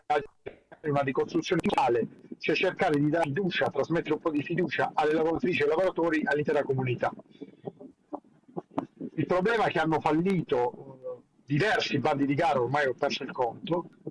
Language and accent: Italian; Taranto, Apulia, Italy; Io raccolgo questa eredità con grande orgoglio da tarantino